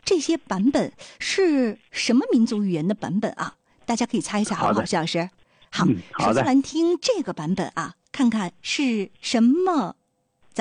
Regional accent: Dalian, Liaoning, China; 咱们大连咱们家乡

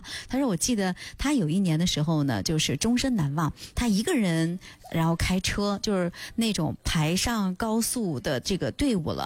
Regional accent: China; 我们中国人都是讲究的合家团圆

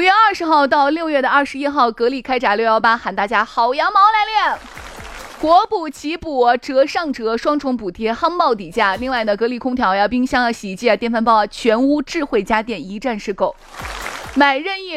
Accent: Chang'an County, Shaanxi, China; 我是长安县的啊，

